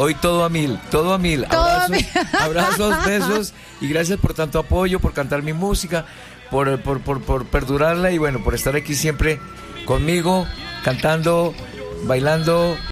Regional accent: Fusagasugá, Cundinamarca, Colombia; also born or lived in Melgar, Tolima; yo nací en Melgar, departamento del Tolima, pero mi mamá se separa de mi papá, y de 3 añitos ella nos trae a Fusagasugá, a la casa de los abuelos. Entonces yo estudié, viví mi infancia, mis estudios primarios en la ciudad de Fusagasugá, que es donde yo tengo mis amigos

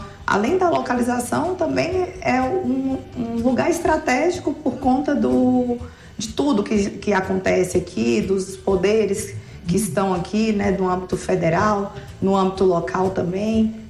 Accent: Piauí, Brazil; moved away as an adult; now in Brasília, Brazil; Não, eu sou do Piauí.

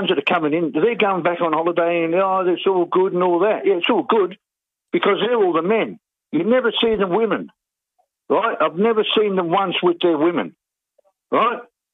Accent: Burundi; now in South Africa; I come from Burundi, and I thought my family would be here.

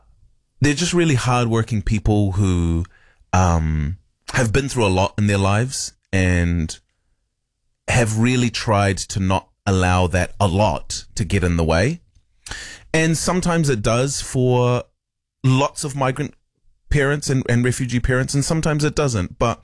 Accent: New Zealand; I was born here and raised here. So I know nothing more. I know nothing else other than New Zealand.

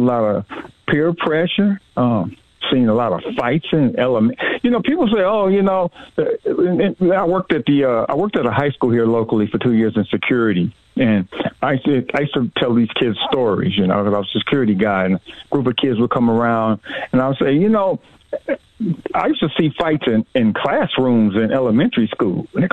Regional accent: Los Angeles, California, United States; And I'm from South Central Los Angeles originally, so I grew up right there.

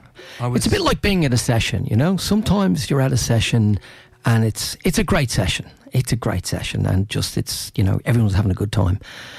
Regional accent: Ireland; I think as an Irishman, it's just our birthright.

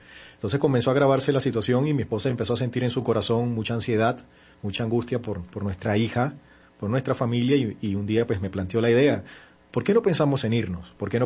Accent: Venezuela; por la situación que estamos viviendo en el país

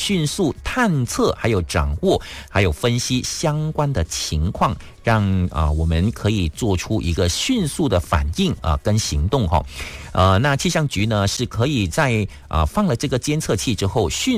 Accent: Malaysia; 保护到我们马来西亚人的权益啊

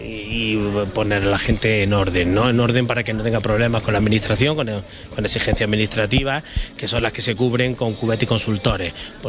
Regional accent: Úbeda, Andalusia, Spain

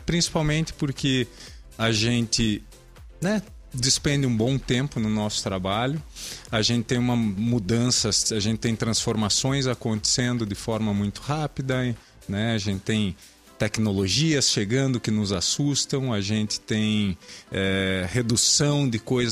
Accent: Brazil; now in United States; um prazer estar aqui de novo na minha terra natal, estar em casa de volta.

